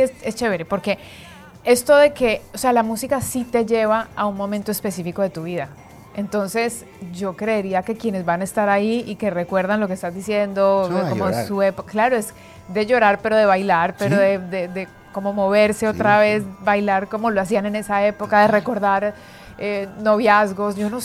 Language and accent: Spanish; Guayaquil, Guayas, Ecuador; born there; also born or lived in Colombia; Es que yo nací en Guayaquil en 1982 y en el 87 me fui a Colombia.